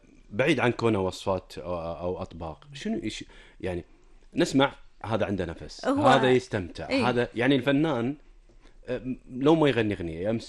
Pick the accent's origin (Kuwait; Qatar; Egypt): Kuwait; لإحنا كلنا ككويتيين جدا ذائقتنا صعبة صعبة صعبة،